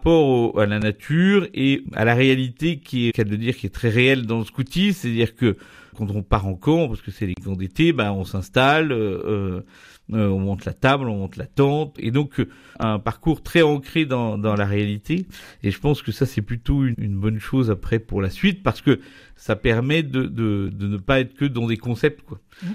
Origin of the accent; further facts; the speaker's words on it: Bourgogne-Franche-Comté, France; now in Montréal-la-Cluse, France; Je suis originaire de Yonne.